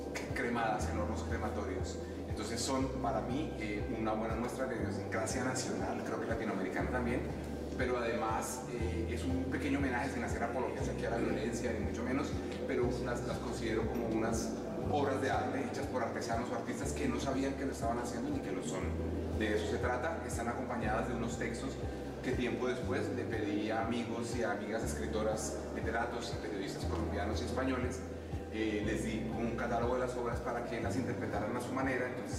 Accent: Colombia; colombiano, fotógrafo, esencialmente fotoreportero, documentalista.

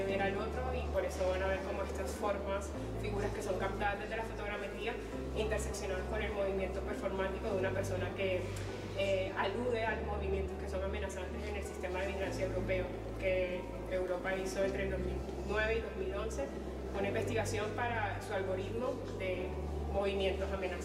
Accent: Colombia; soy de Colombia.

